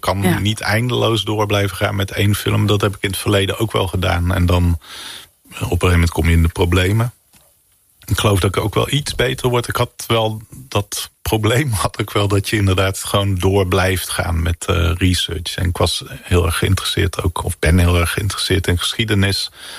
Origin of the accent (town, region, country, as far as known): North Brabant, Netherlands